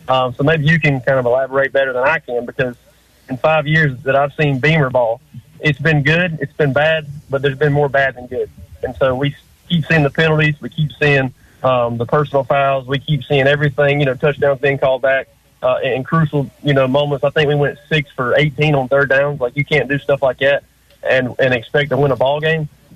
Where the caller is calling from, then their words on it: Spartanburg, South Carolina, United States; I'm actually from Spartanburg